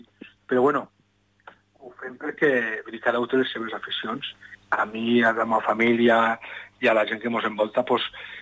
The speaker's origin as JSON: {"language": "Catalan", "region": "Valencian Community", "country": "Spain", "said": "Nosaltres som del País Valencià, vull dir, estem... Sí. No entraríem dins de... Però, bueno, també estem molt a prop"}